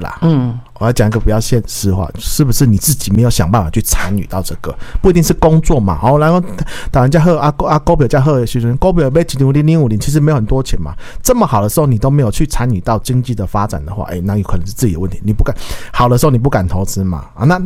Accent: Kaohsiung, Taiwan; 我们高雄人吼

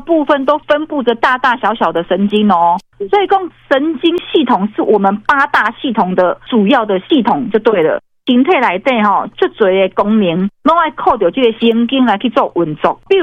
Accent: Taiwan; 是我们台湾人民健康的一个非常好的指标。

